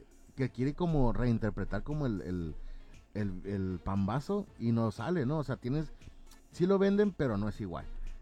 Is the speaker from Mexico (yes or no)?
yes; Mexico; yo creo que, pues si algo nos identifica como buenos mexicanos, pues es el pan dulce.